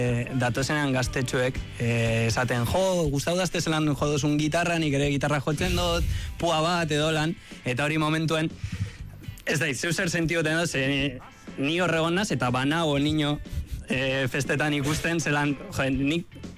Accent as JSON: {"language": "Basque", "town": "Gorliz", "region": "Basque Country", "country": "Spain", "said": "hogeita sortzi urte, Gorlizekoa, ez Ordizi, Gorliz, Gorliz Bizkaia, Bilbondoan."}